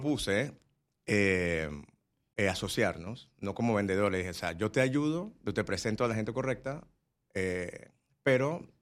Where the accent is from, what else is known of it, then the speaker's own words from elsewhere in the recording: Panama; moved away as an adult; also born or lived in Italy; quiero hacer un restaurante en mi país porque ya me quiero regresar.